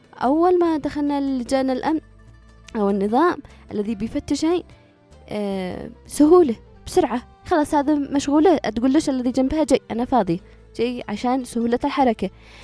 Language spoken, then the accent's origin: Arabic; Sanaa, Amanat Al Asimah, Yemen; عندنا في صنعاء